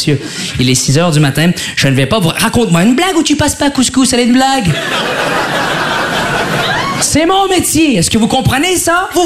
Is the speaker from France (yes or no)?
no; Quebec, Canada; québécois, d'origine marocaine.